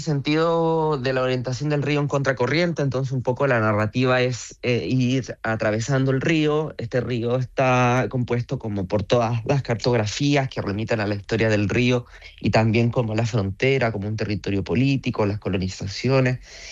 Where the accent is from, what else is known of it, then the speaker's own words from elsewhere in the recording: Chile; ya que yo provengo de Chile. En Chile tenemos muchos problemas hídricos